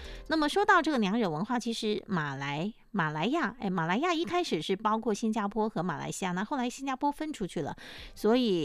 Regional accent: Fujian, China; 其实在我们闽南这边呢也是有做白切鸡的一个做法

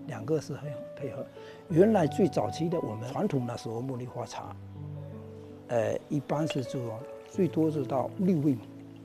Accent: Fuzhou, Fujian, China; accent: Fuzhou dialect; 我们福州话就是讲翻车。

